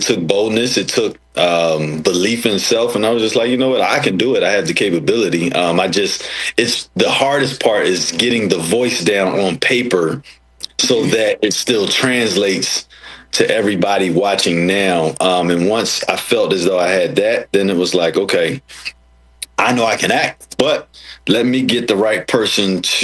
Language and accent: English; Philadelphia, Pennsylvania, United States; moved away as an adult; now in Los Angeles, United States; we're all from Philly.